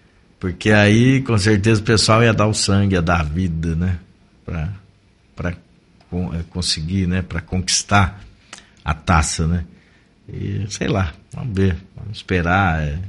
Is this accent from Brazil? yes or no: yes; Brazil; a gente, como brasileiro, né?